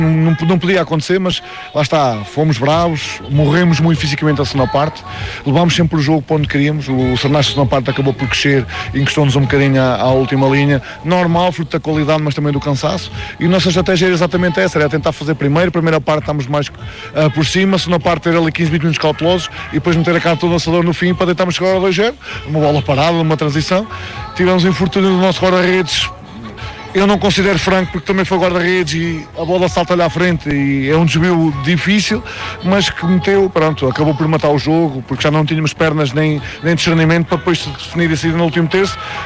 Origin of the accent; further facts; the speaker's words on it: Coimbra, Centro, Portugal; porque eu sou de Coimbra